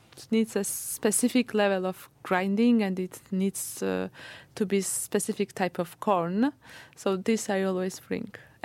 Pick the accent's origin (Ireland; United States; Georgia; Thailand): Georgia; Kutaisi, Imereti; now in Luxembourg; cornbread is something we eat in Georgia probably every day, at least in my home, because I'm from Kutaisi, yeah. Imereti